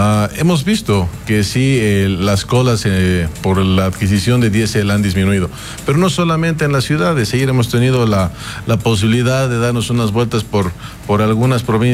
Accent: Bolivia; todos estamos, como bolivianos, en la necesidad de salir adelante

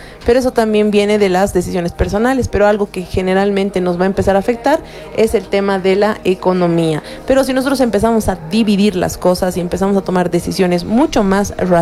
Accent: Bolivia

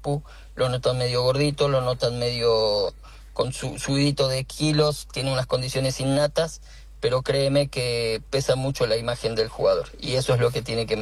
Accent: Bolivia; Entonces eso lo ha ganado una persona que es boliviana, pero que no valoran como boliviana.

